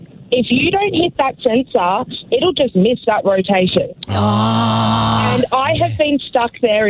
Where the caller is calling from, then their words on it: Grovedale, Victoria, Australia; from Grovedale, I live off Torquay Highway, so I spend a lot of time going down that way